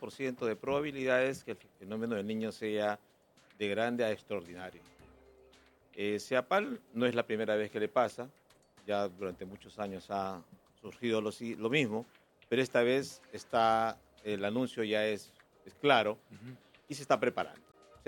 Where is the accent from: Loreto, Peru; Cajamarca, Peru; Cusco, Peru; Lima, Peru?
Lima, Peru; Nosotros, como limeños, no nos damos cuenta de la magnitud de la empresa de CEAPAL.